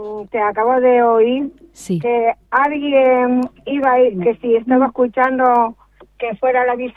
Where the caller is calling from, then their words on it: Tenoya, Canary Islands, Spain; De Tenoya.